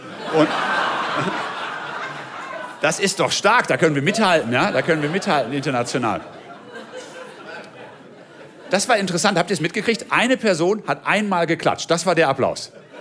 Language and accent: German; Haltern am See, North Rhine-Westphalia, Germany; moved away; ich komme aus Haltern am See, da rief eine Zuschauerin im Publikum, in Haltern gibt's einen See?